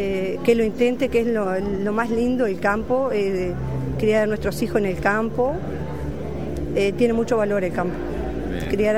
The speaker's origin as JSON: {"language": "Spanish", "region": "San José", "country": "Uruguay", "said": "San José, trabajé en Florida."}